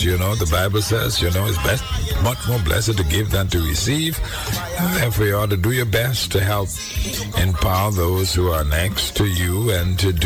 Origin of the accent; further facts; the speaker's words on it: Jamaica; Jamaican, I'm a Jamaican, pass you listening to me.